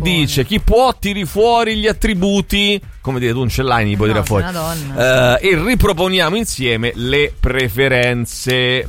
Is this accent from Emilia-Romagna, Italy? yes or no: no; Latina, Lazio, Italy; born there; io so fascio perché sono nato a Latina.